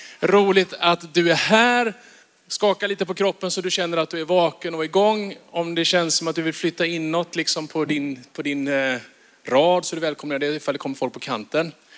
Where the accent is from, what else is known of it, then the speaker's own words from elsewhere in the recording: Halland County, Sweden; Jag är uppväxt i norra Halland på en liten ort.